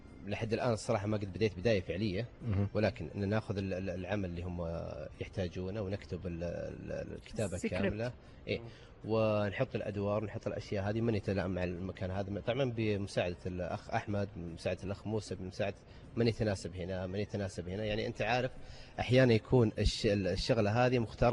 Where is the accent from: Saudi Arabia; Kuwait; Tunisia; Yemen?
Saudi Arabia; أنت سعودي؟ قلت سعودي.